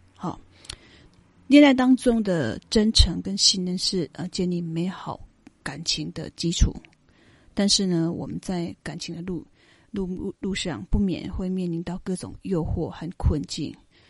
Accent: China; 这边的面子就是我们中国人所谓的面子

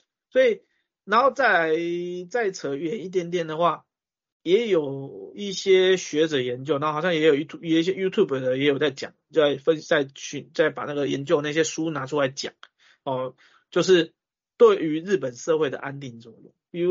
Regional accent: Taiwan; 在我们台湾人认知上面

